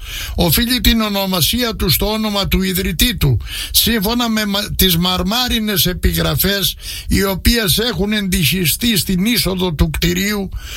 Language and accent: Greek; Heraklion, Crete, Greece; born there; also born or lived in Kyparisi; όταν ήρθαμε στο Ηράκλειο από το Κυπαρίσι το 1960 μέναμε σε μια οδό που ήταν ακριβώς δίπλα από το Πανάνιο νοσοκομείο, τη Μαυροθαλασσίτου